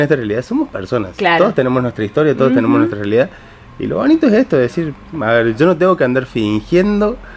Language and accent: Spanish; Córdoba, Argentina; Yo soy de esa zona de Córdoba. Soy claro, de claro. Barrio Talleres. Mi comunidad de origen está ahí.